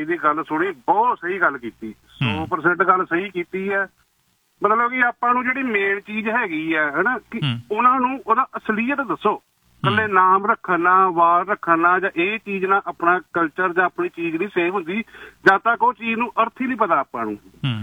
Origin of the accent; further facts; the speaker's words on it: Punjab, India; ਅਸੀਂ ਸਿੱਖ ਸਿੱਖ ਫੈਮਿਲੀ ਨੂੰ ਸਾਡਾ ਕਲਚਰ ਅਸੀਂ ਪੰਜਾਬ ਤੋਂ ਆ, ਸਾਡੇ 10 ਗੁਰੂ ਮਹਾਰਾਜ ਹੋਏ ਆ।